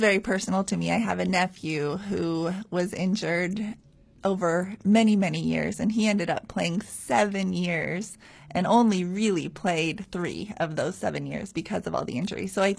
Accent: Utah, United States; I'm from Utah

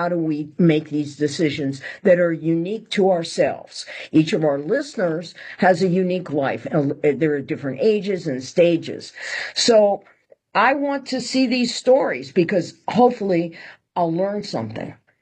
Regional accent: Florida, United States; born or raised there; also born or lived in California

